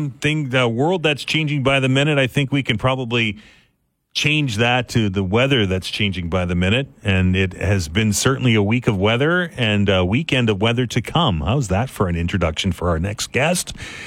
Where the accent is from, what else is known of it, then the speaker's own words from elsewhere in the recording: Ontario, Canada; now in Nova Scotia, Canada; I come from Ontario, and mm-hmm. I mean, my hometown's named after thunder.